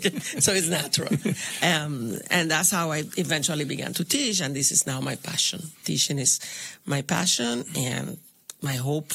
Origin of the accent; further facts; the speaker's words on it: Isabela, Puerto Rico; moved away; I'm from Isabela, Puerto Rico, in the northwest part of the island. And I come from a family that is well known. … We're very well known there. So I had a lot of family.